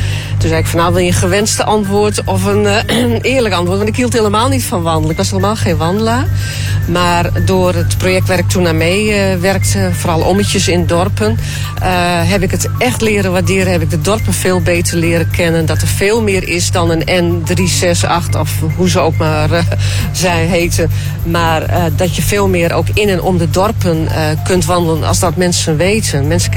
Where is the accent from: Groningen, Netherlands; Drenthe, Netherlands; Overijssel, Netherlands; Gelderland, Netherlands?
Groningen, Netherlands; Westerkwartier; Ik kom uit het Westerkwartier, dus dan ben je toch meer richting Friesland, de meren georiënteerd als je al op het water gaat